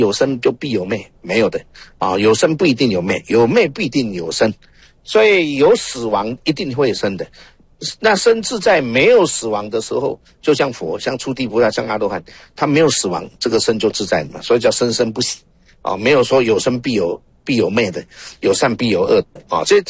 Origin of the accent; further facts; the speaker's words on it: Taiwan; 就好像我们去美国、去非洲，我不属于非洲的，也不属于美国的，因为我是台湾人一样的道理啊